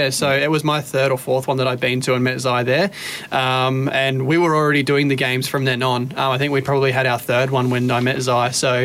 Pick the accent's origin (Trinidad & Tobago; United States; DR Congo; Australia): Australia; Queenstown, Tasmania; I grew up in Queenstown on the West Coast, so when all that kind of happened, it was not only the flight to Melbourne, but, you know, there's no airport in Queenstown